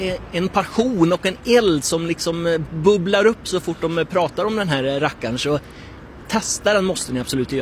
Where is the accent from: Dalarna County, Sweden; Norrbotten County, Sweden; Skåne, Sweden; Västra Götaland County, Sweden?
Västra Götaland County, Sweden; född och uppvuxen här i Skaraborg